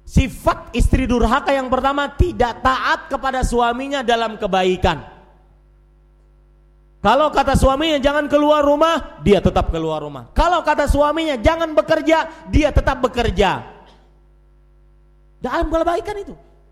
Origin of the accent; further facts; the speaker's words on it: Banjarmasin, South Kalimantan, Indonesia; Suatu ketika di Walimatul Urush di Banjarmasin, kota saya, ada bapak-bapak duduk.